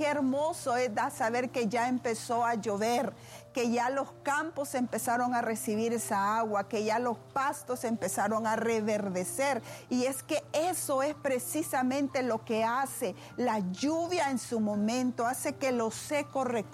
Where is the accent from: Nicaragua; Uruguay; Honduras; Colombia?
Honduras; nosotros como hondureños